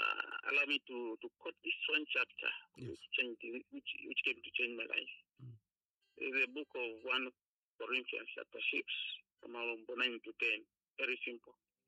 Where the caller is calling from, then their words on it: Lusaka, Lusaka Province, Zambia; I'm calling you from … here in Lusaka, Zambia.